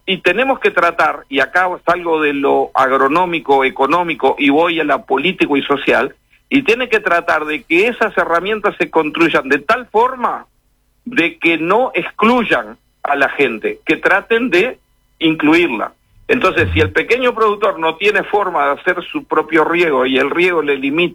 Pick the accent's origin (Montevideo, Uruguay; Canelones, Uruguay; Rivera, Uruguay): Montevideo, Uruguay; born there; Muchos que somos montevideanos